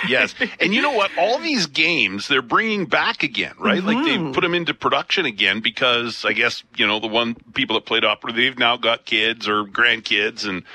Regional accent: Picture Butte, Alberta, Canada; moved away; And I grew up in a small town in southern Alberta, Picture Butte.

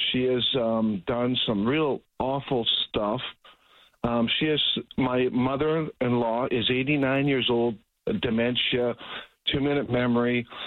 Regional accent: Sault Ste. Marie, Ontario, Canada; And I'm originally born and raised in Sault Ste. Marie, mm-hmm, Been on my own since 13 years old, no parents

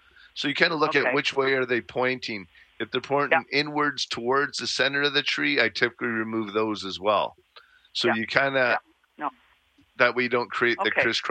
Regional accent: Calgary, Alberta, Canada; I grew up in Bowness

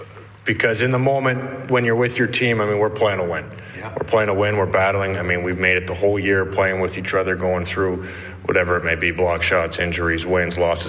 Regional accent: Calgary, Alberta, Canada; I also love winter. I know that sounds odd, but I grew up in Calgary. Hockey's played in the snow.

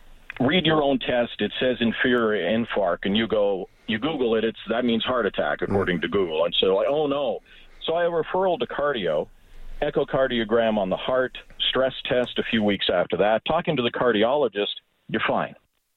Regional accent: Alberta, Canada; Well, I grew up in Alberta, but we were living in Newfoundland at the time.

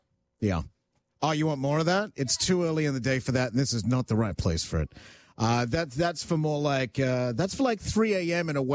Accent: Australia; I grew up in Australia, so I can go, oh, the dominant culture in this city is Greeks.

